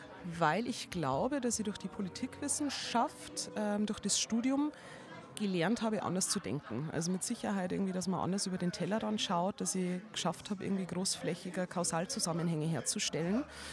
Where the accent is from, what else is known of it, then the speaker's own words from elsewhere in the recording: Bavaria, Germany; accent: Lower Bavarian; also born or lived in Landshut; now in Salzburg, Austria; Ganz ursprünglich gebürtig bin ich 30 Kilometer von Landshut entfernt. Ja, eigentlich genau aus dem Dreieck Landshut-Straubing-Regensburg. Dort, wo sich die verschiedenen Dialekte treffen, wo der bayerische Wald aus Straubing einschlägt, das oberpfälzerische aus Regensburg und das eher Münchner